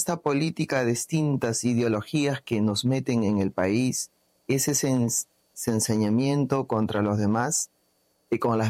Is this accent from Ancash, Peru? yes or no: no; Ayacucho, Peru; tú y yo somos ayacuchanas. Y como ayacuchanas